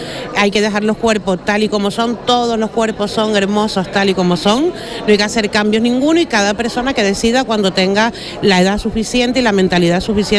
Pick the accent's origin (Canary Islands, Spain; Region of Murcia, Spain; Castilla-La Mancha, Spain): Canary Islands, Spain; en mi caso, que vengo de Canarias